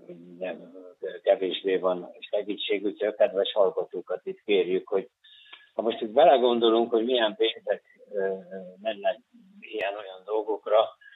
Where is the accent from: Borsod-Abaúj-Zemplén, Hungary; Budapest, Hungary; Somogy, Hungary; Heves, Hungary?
Somogy, Hungary; Ugye mifelénk Somogyba, ahonnan én származom, ugye az a mondás járja